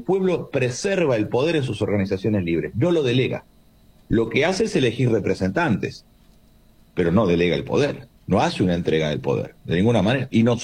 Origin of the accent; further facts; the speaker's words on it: Argentina; Somos argentinos y después somos otra cosa.